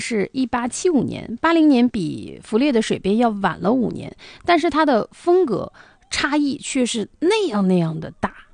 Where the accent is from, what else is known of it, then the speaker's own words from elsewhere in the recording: China; 我们中国人